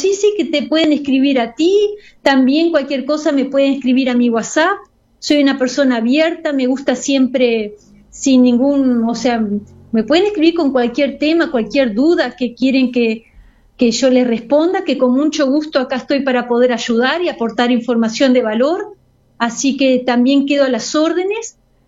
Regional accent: Montevideo, Uruguay; Yo, si bien soy de Montevideo, vivo en Montevideo

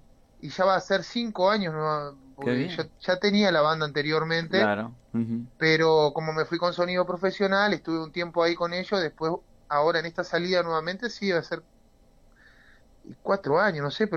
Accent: Salto, Uruguay; born there; also born or lived in Artigas; now in San Carlos, Uruguay; yo igual ahora estoy viviendo en San Carlos hace 4 años. Y la mayor parte de mi etapa la viví en Salto. Nací en Artigas, pero la cantidad de años que he vivido en Salto no lo he vivido en Artigas.

